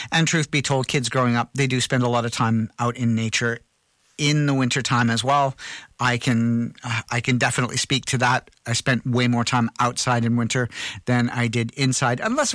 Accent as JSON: {"language": "English", "country": "Canada"}